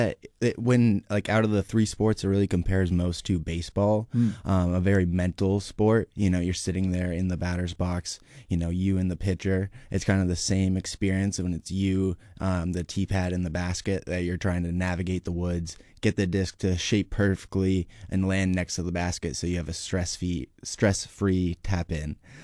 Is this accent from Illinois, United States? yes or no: no; Jeffersonville, Vermont, United States; born or raised there